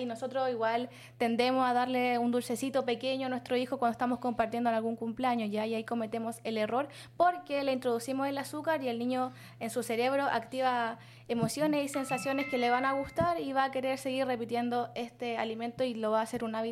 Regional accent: Chile; nosotros tenemos como chilenos

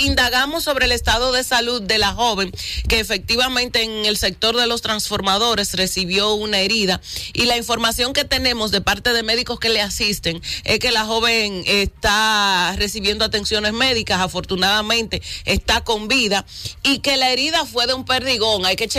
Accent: Cibao, Dominican Republic; somos cibaeños.

